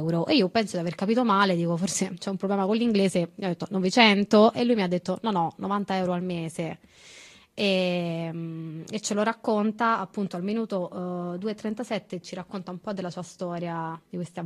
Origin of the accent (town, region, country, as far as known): Calabria, Italy; born there; now in Prato, Italy